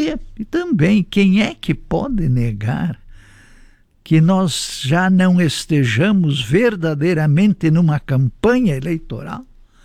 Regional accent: Brazil

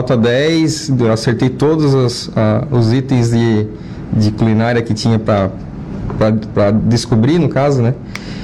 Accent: Araranguá, Santa Catarina, Brazil; A minha adolescência aqui em Araranguá mesmo, né? Em 99 abriu o grupo escoteiro aqui de Araranguá, né?

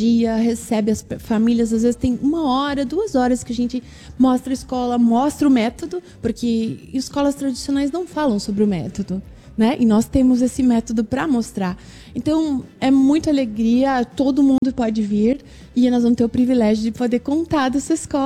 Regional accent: Brazil; a gente, como brasileiro

